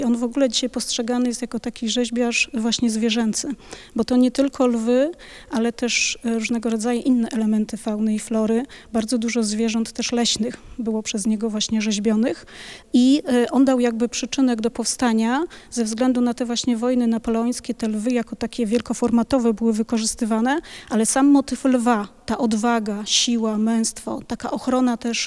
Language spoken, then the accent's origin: Polish; Gliwice, Silesian Voivodeship, Poland